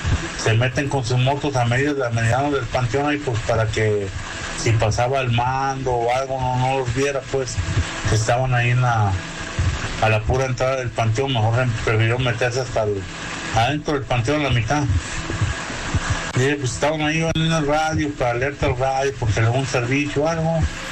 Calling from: Guadalajara, Jalisco, Mexico; Desde Guadalajara, Jalisco

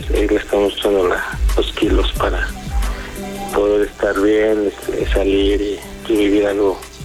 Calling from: Mexico City, Mexico; Sí, te escucho desde la Ciudad de México, aquí en el cerca del aeropuerto de la Ciudad de México.

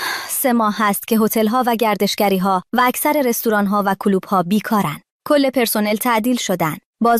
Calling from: Kish, Hormozgan, Iran; از کیش پیام میدم.

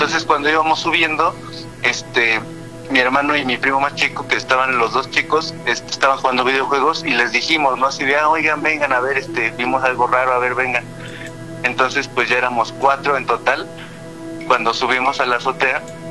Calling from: Toluca, State of Mexico, Mexico; Desde Toluca

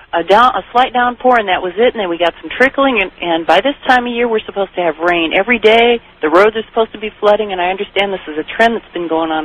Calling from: Phoenix, Arizona, United States; I'm calling from Phoenix, and you know it's so dry here. We're supposed to be in the middle of our so-called monsoon season. We live a little north of Phoenix

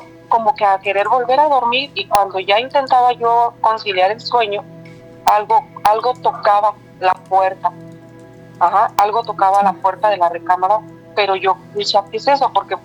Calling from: Toluca, State of Mexico, Mexico; Hola, me encuentro en Toluca.

